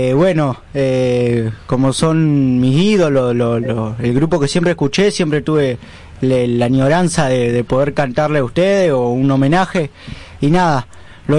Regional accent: Buenos Aires Province, Argentina; soy de Gran Buenos Aires, la zona norte, de un barrio. Ajá. Barrio humilde de acá de Buenos Aires

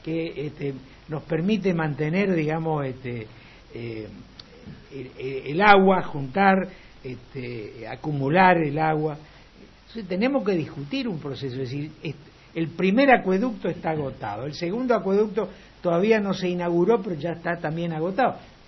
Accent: Quitilipi, Chaco, Argentina; yo soy de Quitilipi, además, yo vivía enfrente de la fábrica.

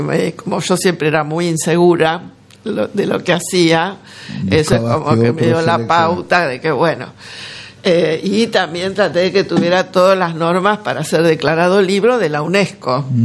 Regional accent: San Fernando, Buenos Aires Province, Argentina; Yo soy de San Fernando, de la Buena Vista.

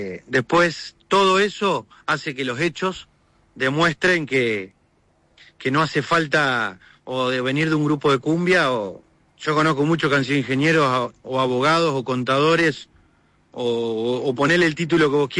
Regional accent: Gualeguaychú, Entre Ríos, Argentina; born there; Gualeguaychú, ciudad en la que me dio la vida, yo nací en Gualeguaychú.

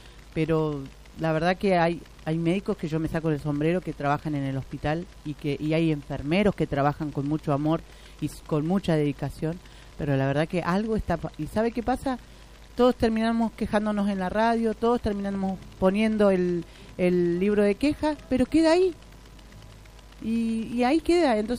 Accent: Junín de los Andes, Neuquén, Argentina; como juninense que soy, nacida y criada acá en Junín de los Andes

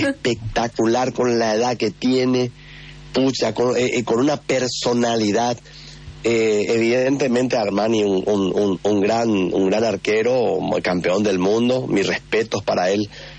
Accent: Paraguay

